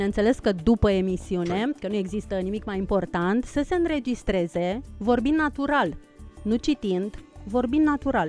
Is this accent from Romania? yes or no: no; Moldova; accent: Moldovan; Care sunt momentele în care dumneavoastră simțiți că eu mai am accent moldovenesc?